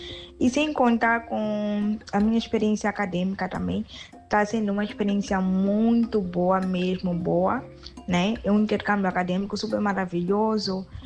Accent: Beira, Sofala, Mozambique; moved away as an adult; now in Ceará, Brazil; sou moçambicana, natural da cidade da Beira, e atualmente sou estudante no Brasil.

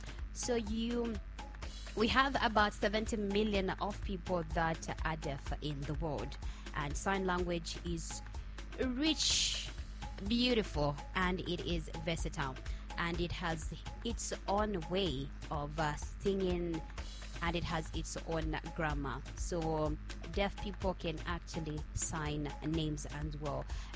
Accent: Petauke, Eastern Province, Zambia; I come from Petauke, so I said Busy.

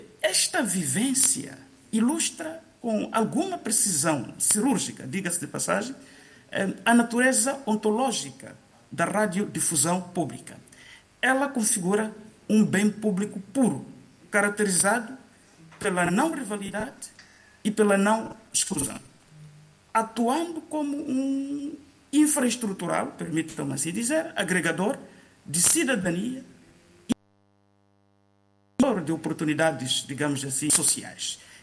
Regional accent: Namarói, Zambezia, Mozambique; Portuguese is a second language; eu sou de Namarói, Alta Zambésia, para quem conhece o distrito de Zambésia, e tal como muitas crianças da minha época, nós aprendemos a falar o português na escola

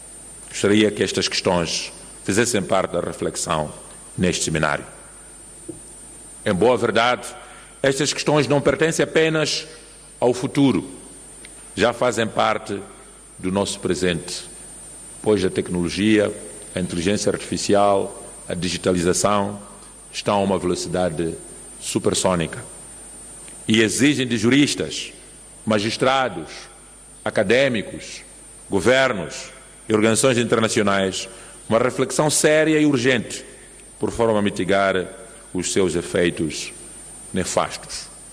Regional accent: Mozambique; para que façamos do diálogo um instrumento privilegiado para a resolução das nossas diferenças como moçambicano.

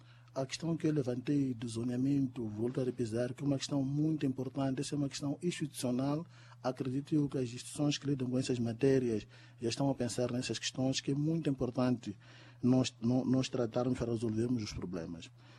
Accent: Mozambique; É importante que cada um de nós, como moçambicano, perceba, estejamos todos juntos

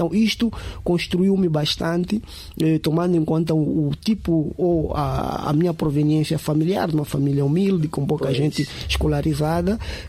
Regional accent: Pebane, Zambezia, Mozambique; No distrito, lá em Pebane. E essas coisas todas contribuíram. Mas quando eu vou à cidade, saí de Pebana, naquele Mane, a realidade era outra.

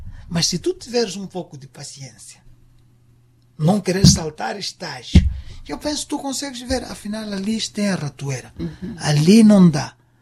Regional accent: Mozambique; Na minha terra, eu vou falar Macua, porque não podia estar nesta entrevista sem dar um princípio de Macua.

